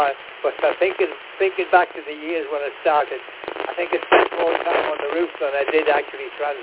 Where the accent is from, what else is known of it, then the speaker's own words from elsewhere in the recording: Ireland; moved away as an adult; I'm originally from Ireland, and when I before left Ireland, and we had an acre of ground around the bungalow